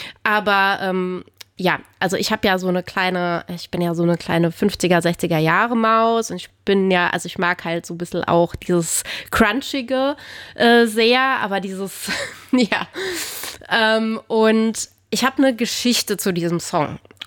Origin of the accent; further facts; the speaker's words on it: Saarbrücken, Saarland, Germany; moved away; ich komme ursprünglich aus Saarbrücken und ich habe da in so einer WG gewohnt